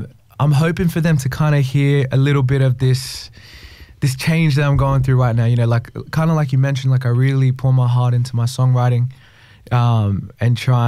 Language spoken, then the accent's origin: English; Campbelltown, New South Wales, Australia; I was born in Southwest Sydney, mm-hmm. yeah. Campbelltown raised.